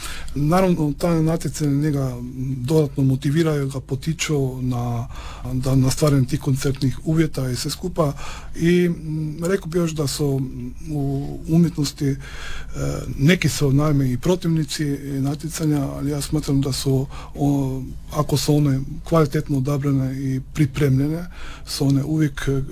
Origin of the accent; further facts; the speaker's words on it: Slovenia; now in Croatia; inače dolazim iz Slovenije, ali evo, studijski putevi su me nekako naveli na to da sam ostao evo tu u Istri i u Hrvatskoj.